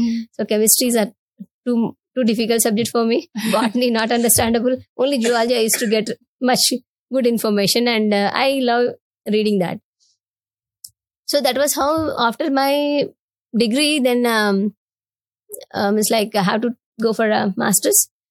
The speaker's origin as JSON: {"language": "English", "town": "Anantapur", "region": "Andhra Pradesh", "country": "India", "tie": "born or raised there", "said": "we are from Rayalaseema area, because mine is native Anantapur."}